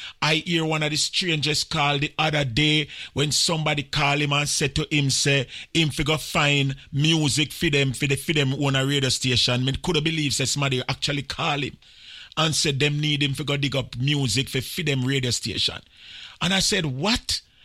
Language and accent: English; Cherry Gardens, Saint Andrew, Jamaica; I am originally from up there in Cherry Gardens, so I don't really speak patois. I am from Cherry Gardens, and I don't speak patois.